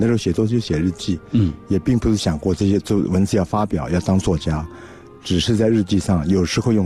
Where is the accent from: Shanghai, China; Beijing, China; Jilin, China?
Shanghai, China; Chongming Island; 在我的故乡崇明岛插队的时候